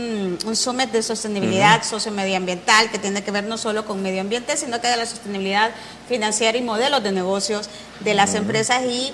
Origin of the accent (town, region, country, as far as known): El Salvador